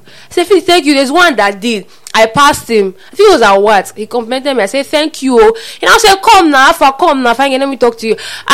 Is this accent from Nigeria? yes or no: yes; Lagos, Nigeria; now in Calabar, Nigeria; Now, I was literally I came from Lagos. In case people don't realize, I didn't grow up here.